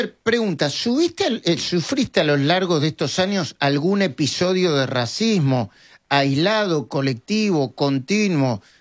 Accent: Argentina; yo soy argentino, no soy turco

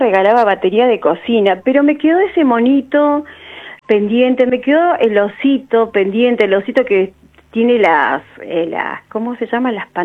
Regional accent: Buenos Aires, Argentina; born there; porque yo soy nacida en Capital.

